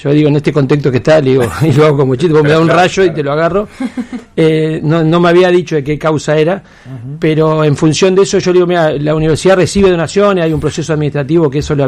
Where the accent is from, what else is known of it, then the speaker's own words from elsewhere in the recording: Santa Fe, Argentina; Muchos de los que vivimos en Santa Fe